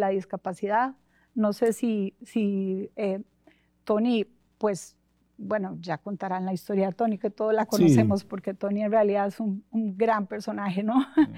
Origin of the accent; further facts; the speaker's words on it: San José, Costa Rica; moved away; nací en Costa Rica, en San José, Costa Rica.